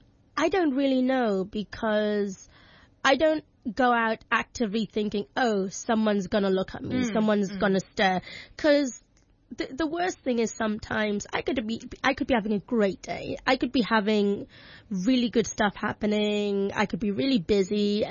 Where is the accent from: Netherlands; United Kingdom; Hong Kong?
Hong Kong; I think growing up in Hong Kong is also actually really lovely, because it's such a melting pot of cultures